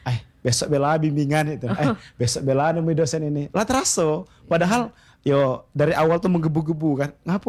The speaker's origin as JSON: {"language": "Indonesian", "town": "Simpang", "region": "Bengkulu", "country": "Indonesia", "tie": "born or raised there", "said": "Aslinya orang Seluma."}